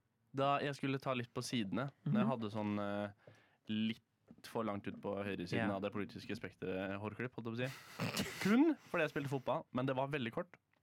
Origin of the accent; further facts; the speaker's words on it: Buskerud, Norway; now in Oslo, Norway; Jeg hadde en fast frisør når jeg bodde hjemme i Hallingdal.